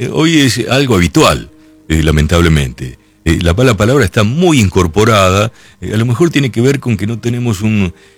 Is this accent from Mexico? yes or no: no; Lincoln, Buenos Aires Province, Argentina; born there; moved away; Recuerdo que de haber ido a alguna fiesta patria en mi Lincoln y volver